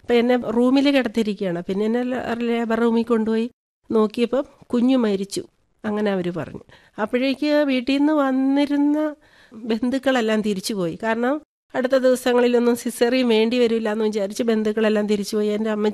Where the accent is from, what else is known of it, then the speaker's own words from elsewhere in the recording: Rajakkad, Kerala, India; ഇടുക്കിയിലാണ്, Idukki Rajakkad.